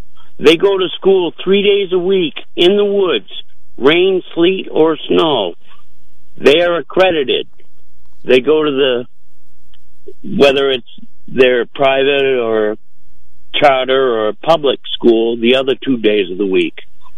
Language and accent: English; Freeport, Maine, United States; I am a real Mainer. I'm from Freeport. We still own our original deed from 1764.